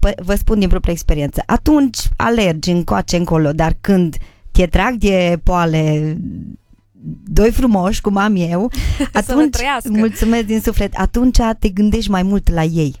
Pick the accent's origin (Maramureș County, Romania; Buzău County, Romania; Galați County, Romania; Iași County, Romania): Maramureș County, Romania; Baia Sprie; Eu crescând în Baia Sprie